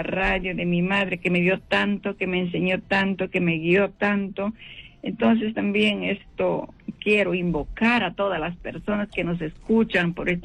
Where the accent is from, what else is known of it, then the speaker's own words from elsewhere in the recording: Chachapoyas, Amazonas, Peru; now in Lima, Peru; Entonces yo siempre quería, y todavía está en provincia, yo soy de Chachapoyas. Entonces, decía yo, cuando vaya a Lima, tengo que llegar a Rayo María